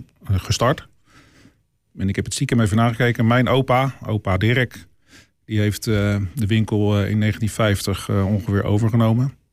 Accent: Warmond, South Holland, Netherlands; moved away as an adult; En daar liggen mijn roots. Dus echt wel tot mijn 25e geboren en getogen in Warmond.

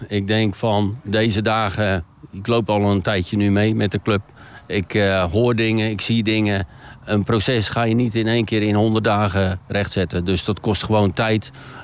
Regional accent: Rijnsburg, South Holland, Netherlands; also born or lived in Kampen / Katwijk; now in Noordwijk, Netherlands; Ik ben in Rijnsburg opgegroeid. Ik ben niet in Rijnsburg geboren, maar wel een echte ui. En dat is omdat ik in Kampen ben geboren. Dus dan ben je kamper ui. Ik heb jarenlang, 20 jaar nu, in Katwijk gewoond.

